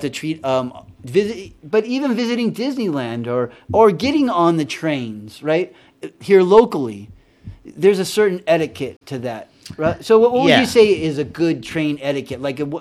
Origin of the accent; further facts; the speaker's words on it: San Felipe, Baja California, Mexico; Yeah, it's a different lifestyle down there. That's for sure. I grew up in San Felipe, Mexico.